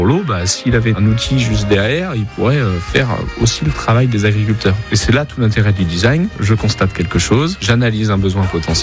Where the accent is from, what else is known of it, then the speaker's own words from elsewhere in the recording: Auvers-le-Hamon, Pays de la Loire, France; J'ai grandi à Auvers-le-Hamont, donc à côté de Sablé-sur-Sarthe, bercé par la famille.